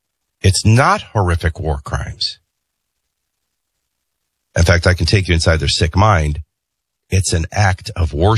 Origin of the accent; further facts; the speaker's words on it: Chicago, Illinois, United States; Oh, I'm saying I grew up in Chicago.